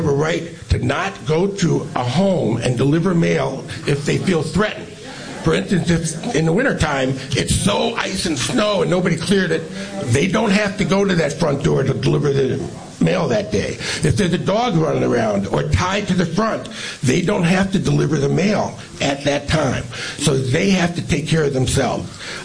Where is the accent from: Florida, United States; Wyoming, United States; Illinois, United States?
Florida, United States; Fort Lauderdale; born there; also born or lived in New York/New Jersey area; now in Michigan, United States; We moved from the New York, New Jersey area down to Fort Lauderdale. He was transferred down to Florida.